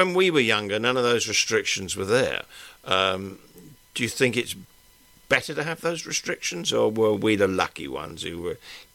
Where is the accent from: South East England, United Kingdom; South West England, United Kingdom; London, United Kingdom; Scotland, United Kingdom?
London, United Kingdom; I'm a Londoner.